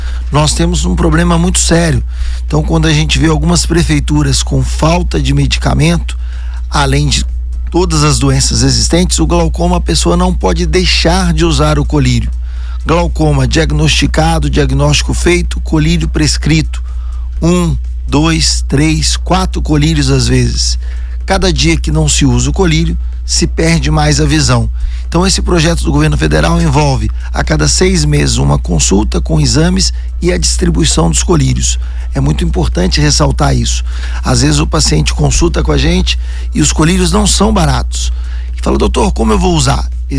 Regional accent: Juiz de Fora, Minas Gerais, Brazil; moved away as an adult; now in Caraguatatuba, Brazil; Estou há 29 anos em Caraguá e sou mineiro de Juiz de Fora.

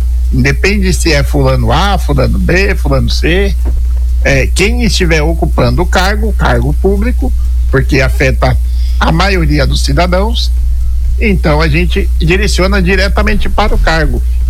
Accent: Caraguatatuba, São Paulo, Brazil; é um cidadão caraguatatubense raiz. Eu moro e nasci em Caraguatatuba.

